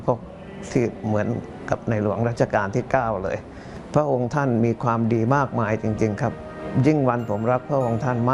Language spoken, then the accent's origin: Thai; Bangkok, Thailand; also born or lived in Yala; ผมเกิดที่จังหวัดยะลาขวบกว่าผมก็ย้ายมาอยู่กรุงเทพแล้วพอประมาณสัก3ขวบเนี่ยบ้านอยู่ตรงวงเวียนใหญ่